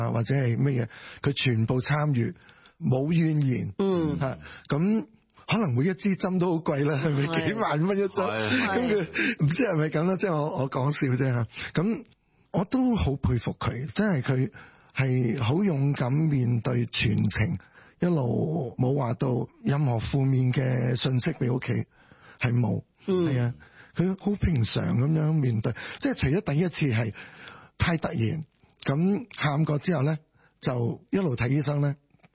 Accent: Shunde, Guangdong, China; 因为我系顺德人嚟嘅，我煮嘢系别有一手嘅。

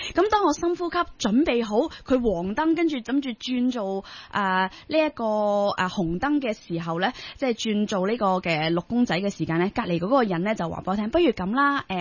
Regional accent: Hong Kong; 我哋香港人

